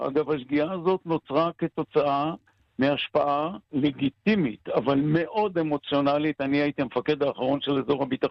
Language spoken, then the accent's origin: Hebrew; Ein Gev, Northern District, Israel; מאז שאני זוכר את עצמי כנער בקיבוץ עין גב, והסורים מעל הראש שלנו.